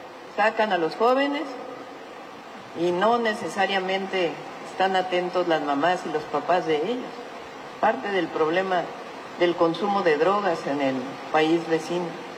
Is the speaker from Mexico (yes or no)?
yes; Mexico; Así somos los mexicanos.